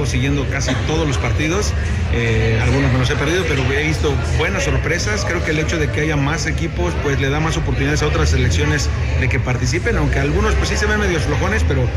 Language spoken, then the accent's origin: Spanish; Jonacatepec, Morelos, Mexico; soy de Jonacatepec